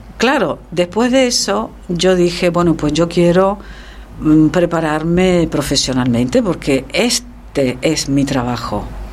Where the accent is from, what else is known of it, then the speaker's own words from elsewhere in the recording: Las Palmas de Gran Canaria, Canary Islands, Spain; Yo nací aquí en Las Palmas de Gran Canaria.